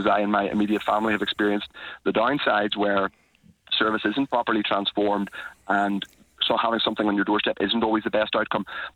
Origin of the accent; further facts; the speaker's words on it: Northern Ireland, United Kingdom; I come from Kirkpatrick, where a hospital, people fought very hard to keep a hospital open.